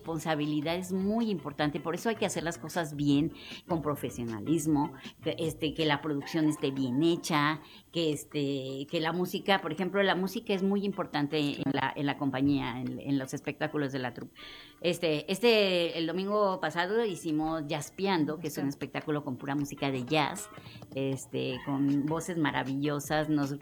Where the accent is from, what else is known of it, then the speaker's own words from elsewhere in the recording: Mexico; pero no, nosotros somos mexicanos y lo hacemos bien bonito.